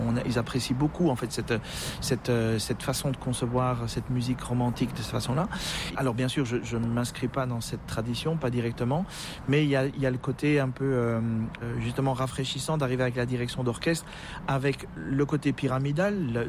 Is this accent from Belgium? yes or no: yes; Belgium; D'autant plus la belgitude, la Belgique, d'abord, étant donné que je suis belge.